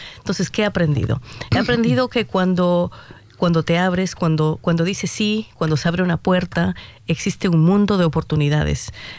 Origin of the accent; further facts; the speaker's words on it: Bolivia; now in Australia; decir que soy mujer boliviana lo digo con mucho orgullo, pero también soy muy orgullosa de ser una mujer latinoamericana